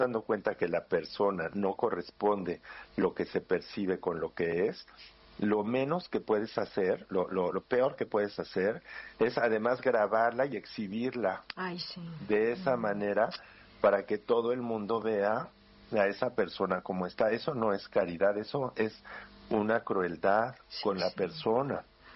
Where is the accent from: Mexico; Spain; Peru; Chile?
Mexico